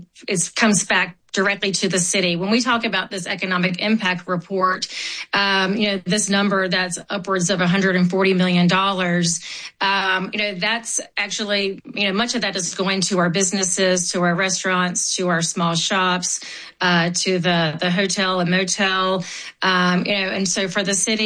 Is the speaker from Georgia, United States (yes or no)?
yes; Decatur, Georgia, United States; I'm from Decatur, but also very much from Atlanta.